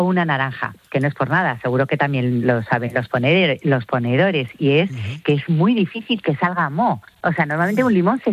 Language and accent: Spanish; Spain